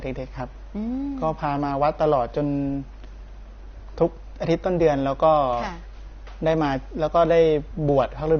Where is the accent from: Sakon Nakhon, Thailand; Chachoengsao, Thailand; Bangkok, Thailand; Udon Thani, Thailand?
Chachoengsao, Thailand; Bang Pakong; born there; ตัวหลวงพี่ก็เกิดที่จังหวัดฉะเชิงเทราครับอำเภอบางมะกงตำบลบางวัวครับ